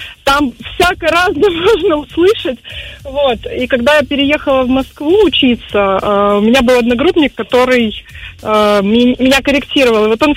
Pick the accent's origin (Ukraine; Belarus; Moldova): Moldova; Transnistria; moved away as an adult; now in Moscow, Russia; Я сама родом из Приднестровья. Там намешано всего. Это Украина, Молдавия рядом. И, конечно... Там всякое разное можно услышать. Вот. И когда я переехала в Москву учиться